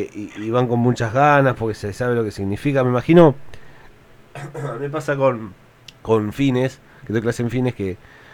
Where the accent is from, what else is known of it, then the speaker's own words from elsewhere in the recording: Argentina; nosotros creo como argentinos